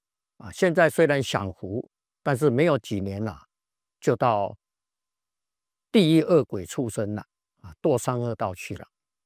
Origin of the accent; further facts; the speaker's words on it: China; 但是就是我们中国人常讲的为富不仁的